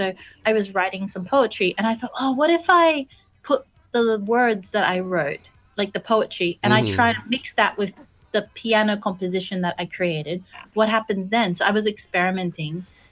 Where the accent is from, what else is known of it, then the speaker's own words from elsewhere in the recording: Brisbane, Queensland, Australia; born there; I'm from Brisbane po, originally. Born in Brisbane.